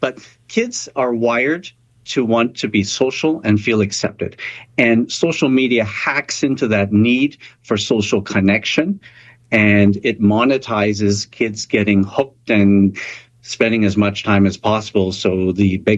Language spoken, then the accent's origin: English; Canada; But if I were to speak as a Canadian, it is best if we rein this in.